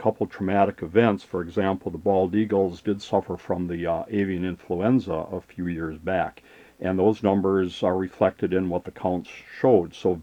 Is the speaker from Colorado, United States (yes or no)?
no; Wisconsin, United States; I was 30 years old, and I grew up in the North Country. And it's still, I remember it sitting there in a branch way up in northern Wisconsin.